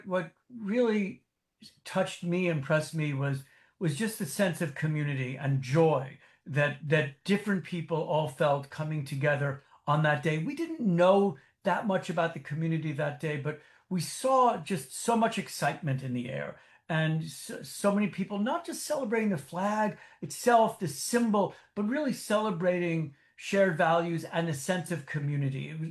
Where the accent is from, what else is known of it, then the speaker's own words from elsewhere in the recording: New York City, New York, United States; now in Austin, United States; I grew up in New York City.